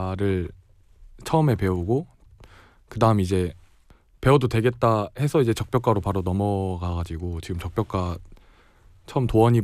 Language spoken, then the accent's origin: Korean; Daejeon, South Korea; also born or lived in Jeonju; 고향 대전입니다.